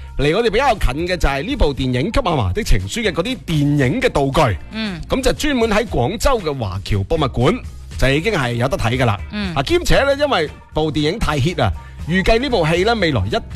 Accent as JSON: {"language": "Cantonese", "region": "Guangdong", "country": "China"}